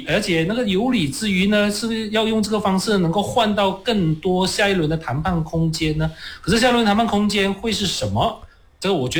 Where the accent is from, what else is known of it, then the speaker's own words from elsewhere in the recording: Malaysia; 这涉及到我们马来西亚华人在当下的族群局势跟族群政治的这样的一种考量。